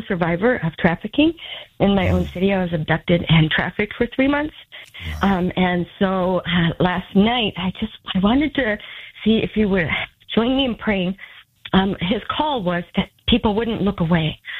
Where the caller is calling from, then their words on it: Spokane, Washington, United States; I'm from Spokane.